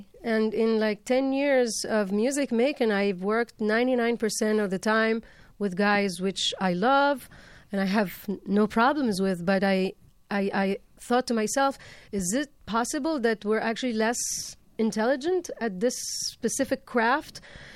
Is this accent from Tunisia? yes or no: yes; Tunisia; growing up in Tunisia, you feel that you really need to shake things up. And also as a woman, as a young woman, I felt like there were so many things wrong with us, with the Arab world.